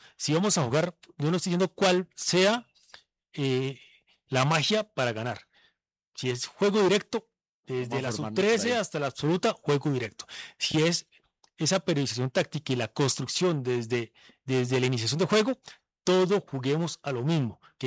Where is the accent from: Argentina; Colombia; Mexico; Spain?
Colombia; Y el estilo de Colombia lo tenemos. Nosotros somos los suramericanos que más tocamos la pelota.